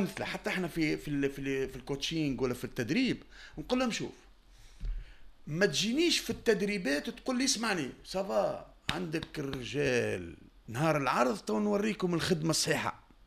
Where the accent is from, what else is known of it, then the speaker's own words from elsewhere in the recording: Tunisia; اللي انا تونسي